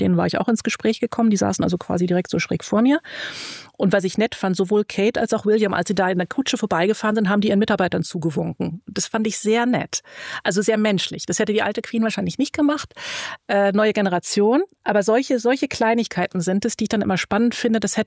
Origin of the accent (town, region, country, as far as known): Germany